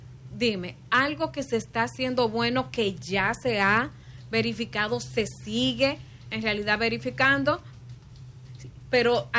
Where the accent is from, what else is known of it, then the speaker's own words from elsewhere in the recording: Dominican Republic; si nosotros mismos como dominicanos atacamos